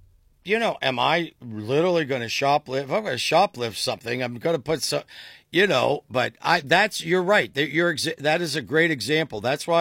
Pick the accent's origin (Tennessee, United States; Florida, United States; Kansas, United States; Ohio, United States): Ohio, United States; Tuscarawas County; born there; When I was born in Tuscarawas County